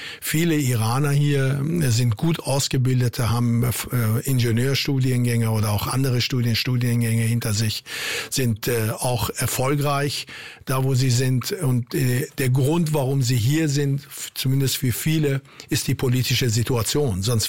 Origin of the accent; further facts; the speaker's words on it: Germany; also born or lived in Iran; Ich bin in sehr guten Jahren in Deutschland groß geworden.